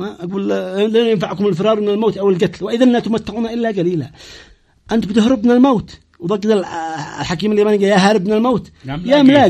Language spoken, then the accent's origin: Arabic; Yemen; فما احنا يمنيين.